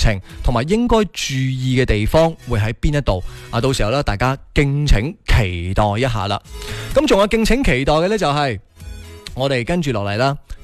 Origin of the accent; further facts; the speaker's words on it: Zhanjiang, Guangdong, China; moved away; 喺湛江打卡喎，喺我乡下喎